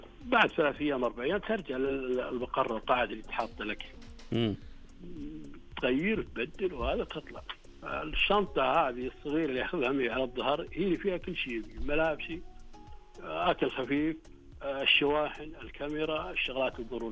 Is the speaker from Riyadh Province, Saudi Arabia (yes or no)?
yes; Riyadh, Riyadh Province, Saudi Arabia; انا طالع من اجمل مدينة في المنطقة كلها، انا طالع من الرياض يا اخي.